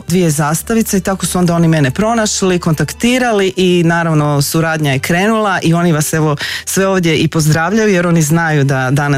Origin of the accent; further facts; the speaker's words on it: Croatia; ja sam iz Hrvatske